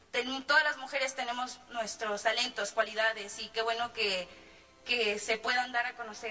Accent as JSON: {"language": "Spanish", "town": "Tlaquilpa", "region": "Veracruz", "country": "Mexico", "said": "tengo 21 años. Soy del municipio de Tlaquilpa, del estado de Veracruz."}